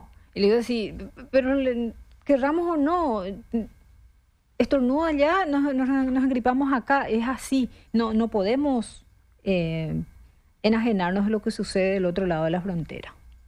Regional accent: Paraguay; en mi país, Paraguay

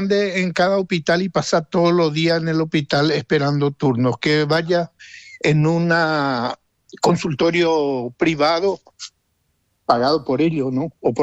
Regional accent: Paraguay; me estoy quejando del gobierno paraguayo, que yo soy también paraguayo.

